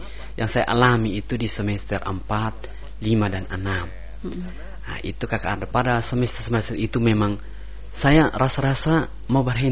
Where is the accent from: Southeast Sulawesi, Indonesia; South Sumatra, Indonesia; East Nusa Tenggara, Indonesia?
East Nusa Tenggara, Indonesia; Belu; Jadi kami dari Belu ini ada sekitar 18 orang ya, kalau setiap saat tercatat untuk PGSD.